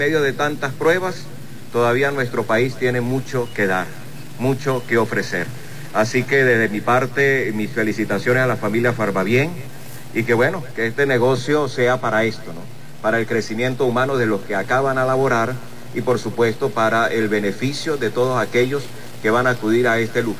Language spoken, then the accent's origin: Spanish; Venezuela; nosotros como venezolanos tenemos un diplomado